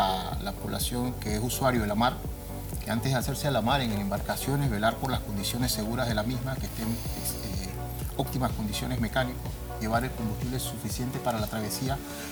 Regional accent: Panama; Como panameños, nos sentimos muy orgullosos de representar a nuestro país

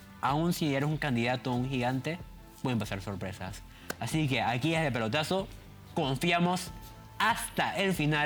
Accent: Panama; tenemos que realmente, como panameños, como equipo, ¿sabes?

